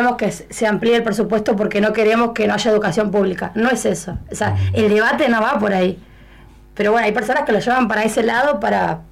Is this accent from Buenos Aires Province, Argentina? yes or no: no; Río Gallegos, Santa Cruz, Argentina; yo soy nacida y soy criada acá